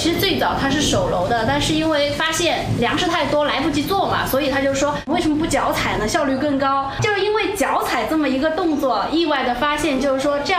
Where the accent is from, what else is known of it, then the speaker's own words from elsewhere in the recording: Wuxi, Jiangsu, China; 我们无锡人